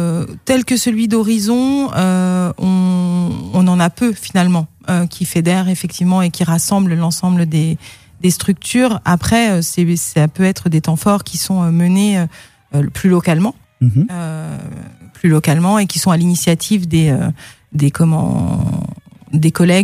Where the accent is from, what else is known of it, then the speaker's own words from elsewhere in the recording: Rennes, Brittany, France; Moi, je suis rennaise, je suis implantée à Rennes